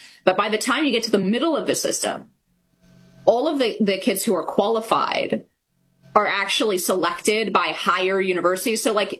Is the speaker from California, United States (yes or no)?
yes; California, United States; I grew up in California, so I'm